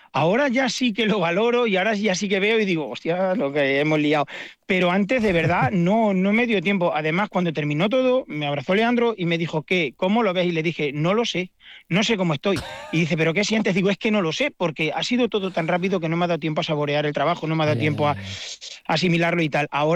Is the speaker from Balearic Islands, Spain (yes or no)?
no; Puente del Arzobispo, Castilla-La Mancha, Spain; Y ahí sí que entra todo mi pueblo. Yo soy nacido y criado en Puente del Arzobispo. No me quería mover